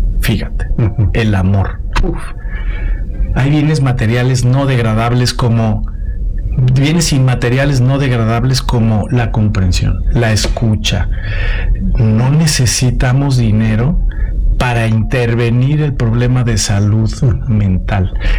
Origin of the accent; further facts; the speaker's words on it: Mexico; yo soy mexicano, yo aguanto